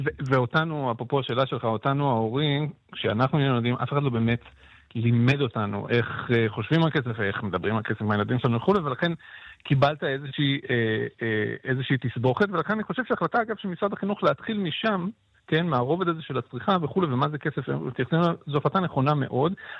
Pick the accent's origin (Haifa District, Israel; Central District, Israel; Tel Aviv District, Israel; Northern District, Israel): Central District, Israel; Petah Tikva; born there; שנות ה-80 על יזוד בפתח תקווה